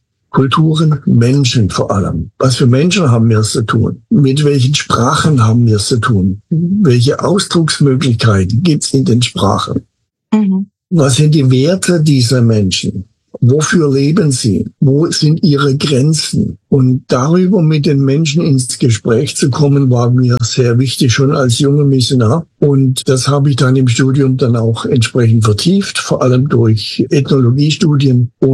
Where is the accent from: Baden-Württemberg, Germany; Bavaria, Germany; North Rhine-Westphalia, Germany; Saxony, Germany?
Baden-Württemberg, Germany; accent: Swabian; moved away; also born or lived in Micronesia; Und ich bin Schwabe, meine Frau kam von Ostdeutschland, da ist zugewandert, ihre Eltern. Und von daher habe ich ein bisschen mehr Hochdeutsch gelernt, als das Schwäbische war.